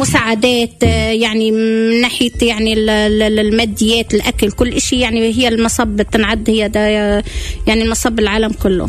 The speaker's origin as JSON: {"language": "Arabic", "country": "Tunisia", "tie": "born or raised there", "moved": "as an adult", "lives_now": "Gaza, Palestine", "said": "تونس أنا طلعت في 2005 من تونس"}